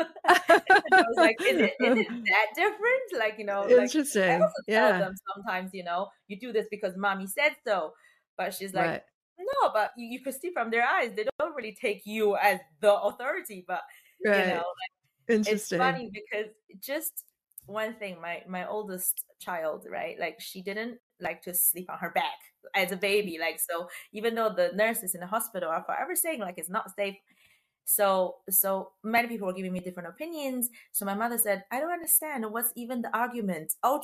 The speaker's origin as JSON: {"language": "English", "country": "China", "tie": "born or raised there", "moved": "yes", "said": "growing up in China"}